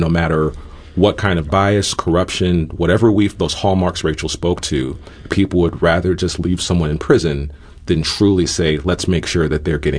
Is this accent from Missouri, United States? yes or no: yes; Missouri, United States; Missouri, however, and it hurts me to say it's my home state